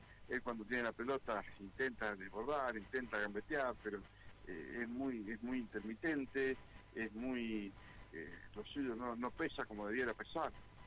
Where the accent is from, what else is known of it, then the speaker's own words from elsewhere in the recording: San Juan, Argentina; Realmente yo soy de San Juan, soy sanjuanino